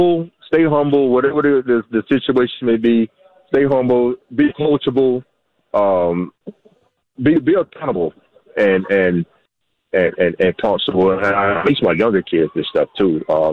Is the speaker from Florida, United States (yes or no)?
no; Scottdale, Georgia, United States; I grew up in Scottsdale, Georgia, which, you know, Clarkson was like pretty much right up the street from Scottsdale.